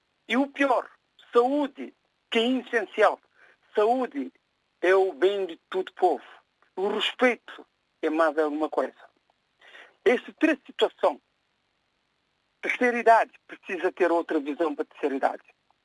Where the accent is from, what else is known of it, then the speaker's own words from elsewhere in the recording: Praia, Santiago, Cape Verde; Várzea, onde eu nasci, cresci